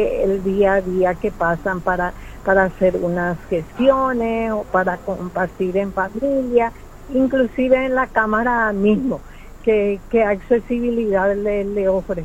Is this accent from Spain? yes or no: no; Unión, San Pedro, Paraguay; Específicamente Unión, que es mi ciudad natal